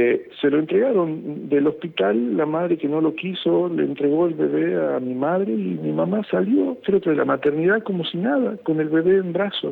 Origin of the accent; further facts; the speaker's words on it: Tucumán, Argentina; also born or lived in Salta; nací en Salta y me crié en Tucumán